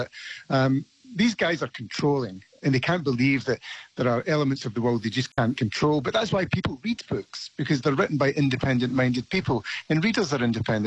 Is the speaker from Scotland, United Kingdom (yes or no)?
yes; Scotland, United Kingdom; now in Australia; Yeah, absolutely. I'm glad you did, because it's really important, because here in Australia, you're treated very differently as a Scot from my English friends.